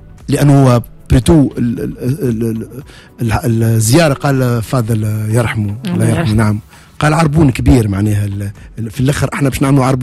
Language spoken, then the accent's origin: Arabic; Tunisia; احنا عندنا في تونس عندنا ناكلوا الحقوق